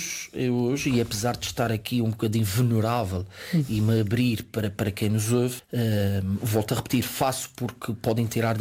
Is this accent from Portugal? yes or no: yes; Fajã de Cima, Azores, Portugal; Pela primeira vez, apesar de ter passado a minha infância e ter crescido na Feijão de Cima, nunca me senti como me senti nos Fenais.